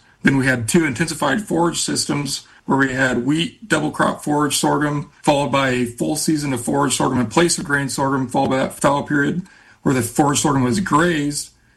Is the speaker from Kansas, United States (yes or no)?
yes; Kansas, United States; I grew up in Scott County on a farm that had a wheat, grain, sorghum, fallow rotation.